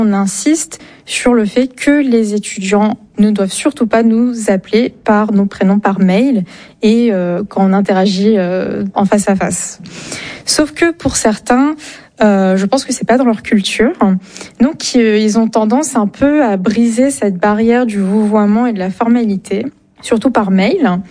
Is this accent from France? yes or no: yes; France; also born or lived in Armenia; je suis française et arménienne